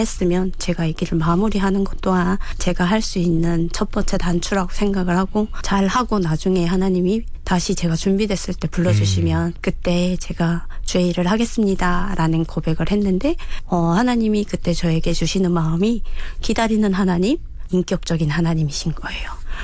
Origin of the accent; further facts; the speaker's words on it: North Korea; born there; 지금부터 감사하는 삶을 내가 살아가는 게 내가 자네로서의 도리구나를 그때 이제 느껴서 북한에서 태어난 게 그다음